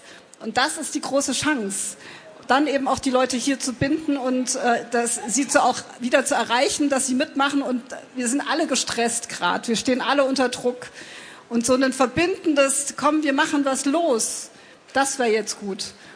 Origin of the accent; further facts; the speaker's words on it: Thuringia, Germany; Ich komme nicht aus der Region und ich kenne sie aber ein ganzes Stück. Ich komme aus dem thüringischen Vogtland, also das ist ja sozusagen, ich kenne die zumindest die Kultur aus dem sächsischen Vogtland, die ist mir sehr nah.